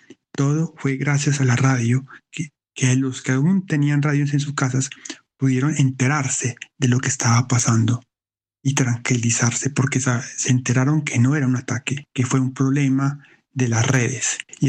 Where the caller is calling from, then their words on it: Marinilla, Antioquia, Colombia; vivo en Marinilla, Colombia, más o menos a una hora de Medellín.